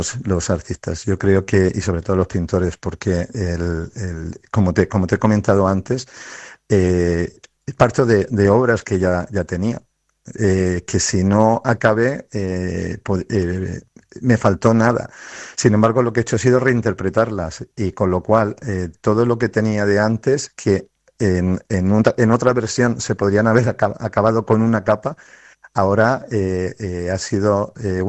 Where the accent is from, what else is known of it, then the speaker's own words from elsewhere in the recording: Torrevieja, Valencian Community, Spain; born there; o sea, yo soy nacido en Torrevieja